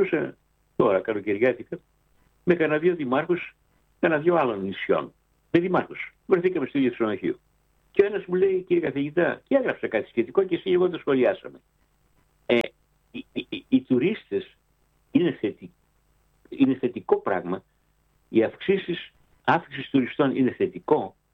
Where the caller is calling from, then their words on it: Greece; έχω δικαίωμα να τις επικρίνω σαν Έλληνας πολίτης.